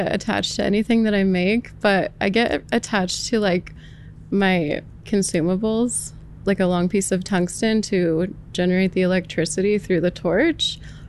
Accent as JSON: {"language": "English", "region": "West Coast", "country": "United States", "moved": "yes"}